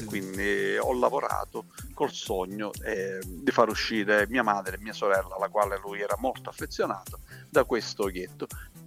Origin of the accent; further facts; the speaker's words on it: Bisacquino, Sicily, Italy